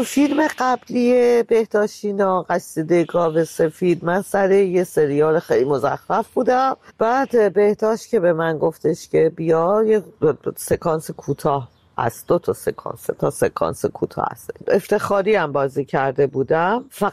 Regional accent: Iran; now in Germany; من 19 سال پیش از ایران اومدم بیرون.

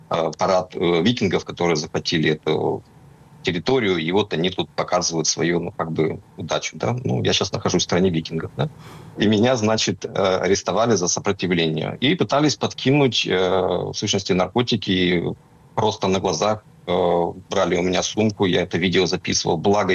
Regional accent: Murmansk Oblast, Russia

